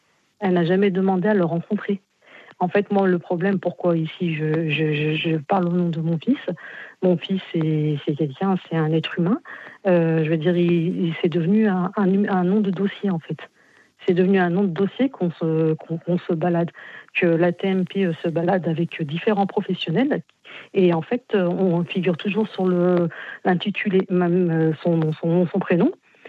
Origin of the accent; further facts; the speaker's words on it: France; born there; Moi, je suis née en France.